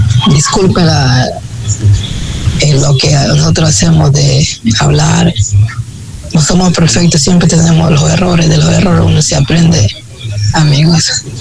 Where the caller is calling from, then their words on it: Santa Elena, Ecuador; Soy de la Colonia del Cóndor.